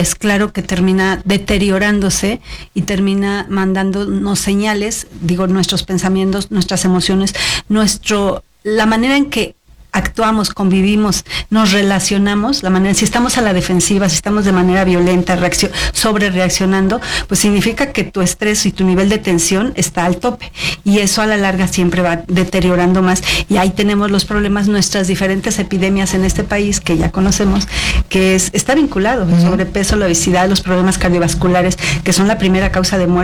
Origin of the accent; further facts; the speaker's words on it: Mexico; O sea, sí, somos los mexicanos, nos hemos hecho desconfiados.